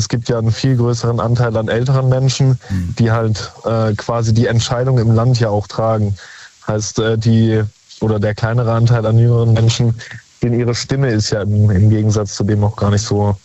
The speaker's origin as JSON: {"language": "German", "town": "Lauffen am Neckar", "region": "Baden-Württemberg", "country": "Germany", "said": "Ich komme aus Laufen am Neckar."}